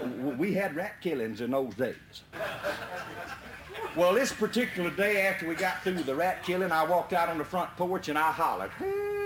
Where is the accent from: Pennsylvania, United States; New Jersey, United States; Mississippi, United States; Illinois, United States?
Mississippi, United States; Liberty; I want you to know that I come from Route 4, Liberty, Mississippi. Now, that's 12 miles west of Macomb, Mississippi, 65 miles due northeast of Baton Rouge, Louisiana